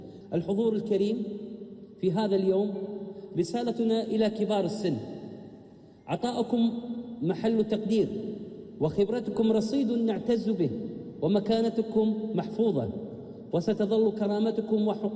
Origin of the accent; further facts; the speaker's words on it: Kuwait; بلادنا الكويت